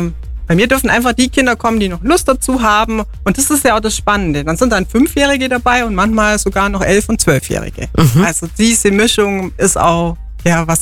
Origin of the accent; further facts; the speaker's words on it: Allgäu, Germany; weil ich war auch eine Allgäuerin eben